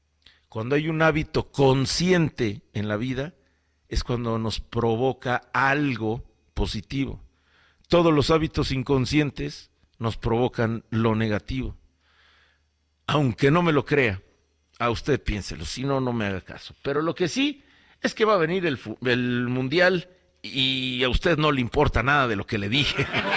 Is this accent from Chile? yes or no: no; Mexico; la humanidad más cercana que tengo, que somos los mexicanos